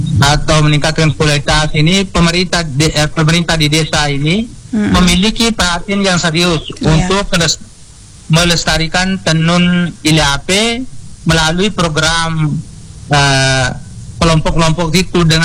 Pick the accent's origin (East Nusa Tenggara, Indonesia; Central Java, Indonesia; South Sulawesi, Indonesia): East Nusa Tenggara, Indonesia; tidak hanya bicara soal kain, tetapi ini identitas diri kita. Ini adalah sebuah harga diri kita sebagai orang Ilape.